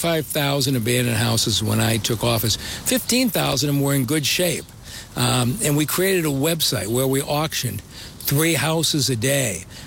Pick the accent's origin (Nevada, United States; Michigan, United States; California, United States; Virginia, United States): Michigan, United States; Detroit; I grew up in Detroit as a kid, and the Detroit I remember was a magical place.